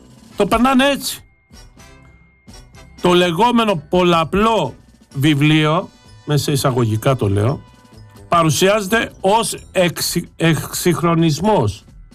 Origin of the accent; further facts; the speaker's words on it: Greece; Εγώ ως Έλληνας πολίτης